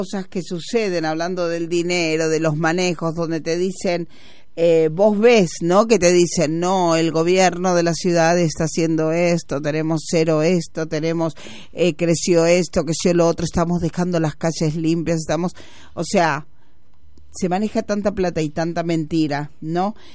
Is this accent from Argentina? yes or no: yes; Argentina; nosotros somos Argentina